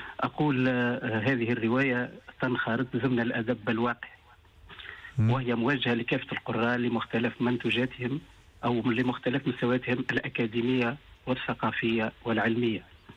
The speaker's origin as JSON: {"language": "Arabic", "town": "Tunis", "region": "Tunis Governorate", "country": "Tunisia", "said": "لا، أنا ولد تونس، لكن أنا في توجهي الأدبي يعني أكتب لكل ما هو وطني، لكل ما هو تونسي"}